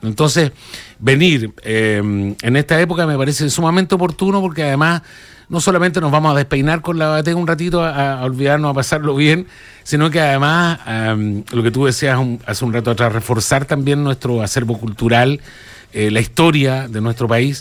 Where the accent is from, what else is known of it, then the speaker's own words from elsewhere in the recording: Magallanes and Chilean Antarctica, Chile; moved away as an adult; now in Tarapacá, Chile; Yo no soy de acá de la región de Tarapacá, soy de Magallanes, pero llevo más de 25 años acá.